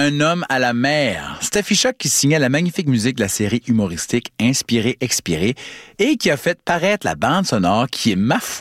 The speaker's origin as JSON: {"language": "French", "region": "New Brunswick", "country": "Canada", "said": "En tant qu'Acadien qui débarque là, c'est comme si j'arrivais chez nous. J'ai l'impression de connaître tout le monde parce que, comme au Nouveau-Brunswick, c'est plein de Leblanc, de Cormier, d'Arsenault."}